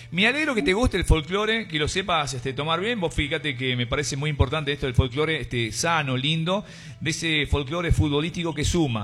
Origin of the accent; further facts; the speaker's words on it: Olta, La Rioja, Argentina; somos de Olta, somos el Departamento General Belgrano, 100% localista.